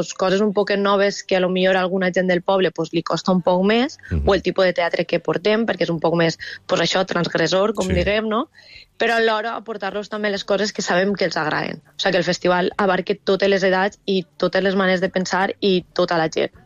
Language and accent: Catalan; Otos, Valencian Community, Spain; és especial que sigui en el meu poble on he crescut